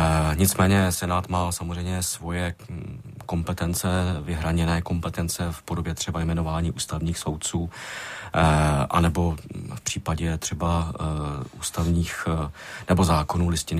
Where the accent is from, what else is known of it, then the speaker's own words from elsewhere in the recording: Vysočina Region, Czechia; protože to jsou všechno velká města a já jsem hrdý z Vysočiny, takže já to teď zmiňuji takhle široce